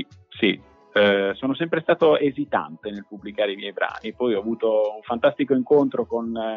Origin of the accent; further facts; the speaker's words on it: Rimini, Emilia-Romagna, Italy; also born or lived in Caserta; now in Reggio Emilia, Italy; Sono cresciuto in realtà a Rimini, sono nato a Caserta perché mio padre è di Caserta, mia madre è francese